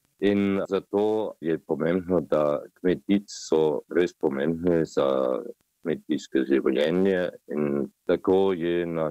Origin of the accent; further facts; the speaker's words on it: Vienna, Austria; born there; Slovenian is a second language; jaz nisem koroški Slovenec, jaz sem rojen v Dunaju, ampak sem se učil slovenščino malo.